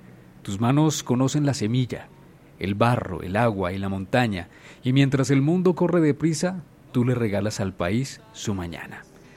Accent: Colombia; gracias a la vida porque soy colombiano.

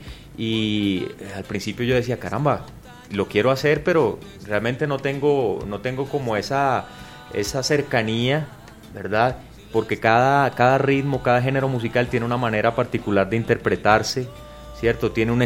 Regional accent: Montería, Córdoba, Colombia; born there; de una mamá antioqueña, un papá vallecaucano, que se fueron a vivir allá a la costa. Se conocieron, se casaron y bueno, ahí nació mi hermano y nací yo.

